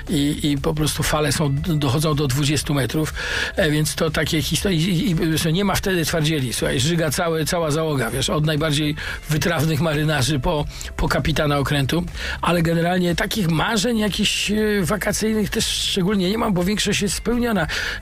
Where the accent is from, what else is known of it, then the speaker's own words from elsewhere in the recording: Gdańsk, Pomeranian Voivodeship, Poland; moved away as an adult; also born or lived in Łódź; pochodzę z Gdańska i urodziłem się nad morzem, a mój ojciec był marynarzem